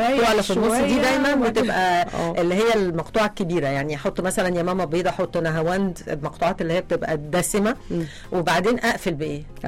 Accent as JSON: {"language": "Arabic", "region": "Sharqia Governorate", "country": "Egypt", "said": "مشروع يعني انا من الشرقية"}